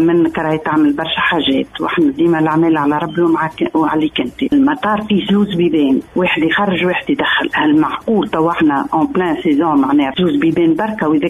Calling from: Tunisia; أنا مواطنة من تونس ونسافر ديما

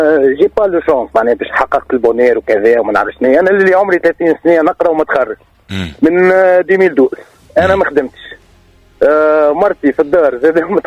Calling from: Tunisia; انا كشاب تونسي

